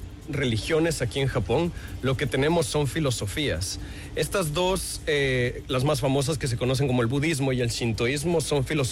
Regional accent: Santo Domingo, Santo Domingo de los Tsáchilas, Ecuador; now in Japan; Yo soy de una familia que en realidad no viene de unos recursos muy altos. De hecho, vengo de Santo Domingo

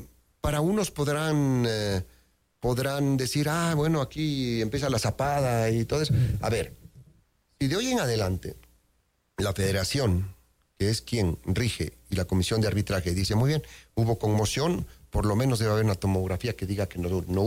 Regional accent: Ecuador; now in Switzerland; yo soy ecuatoriano

